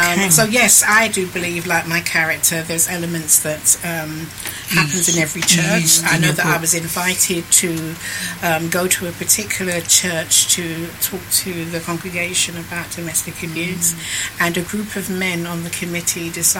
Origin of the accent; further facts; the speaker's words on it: London, United Kingdom; And I thought, you know, I'm the Canning Town girl. I'm from East London.